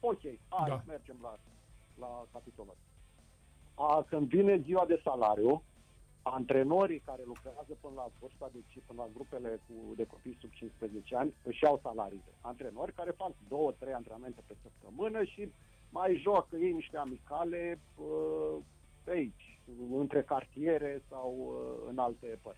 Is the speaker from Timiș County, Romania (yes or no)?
no; Bacău, Bacău County, Romania; eu sunt din Bacău